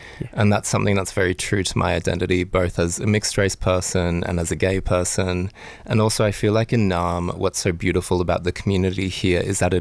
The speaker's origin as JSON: {"language": "English", "town": "Brisbane", "region": "Queensland", "country": "Australia", "tie": "born or raised there", "moved": "as an adult", "lives_now": "Melbourne, Australia", "said": "No, I'm Japanese Australian, but I grew up in Brisbane."}